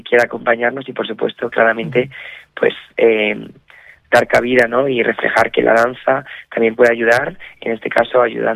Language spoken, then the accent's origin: Spanish; Albacete, Castilla-La Mancha, Spain